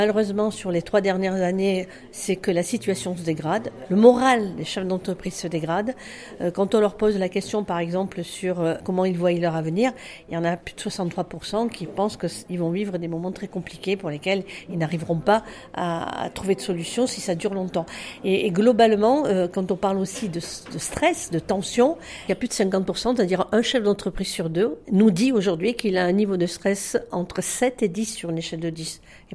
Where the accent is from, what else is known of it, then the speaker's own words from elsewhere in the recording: France; chez nous en France